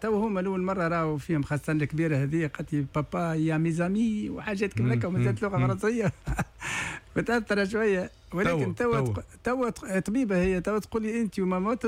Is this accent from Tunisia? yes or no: yes; Ben Gardane, Medenine, Tunisia; moved away as an adult; now in France; احنا عشنا هنا لكن أنا أصيل بنقردين